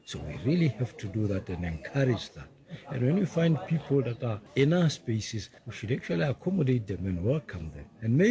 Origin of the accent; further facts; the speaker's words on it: Botswana; I come from Botswana. I've experienced that thing firsthand.